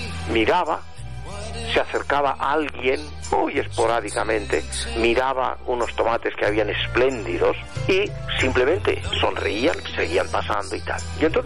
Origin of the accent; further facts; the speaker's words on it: Spain; pienso en mi país, que es España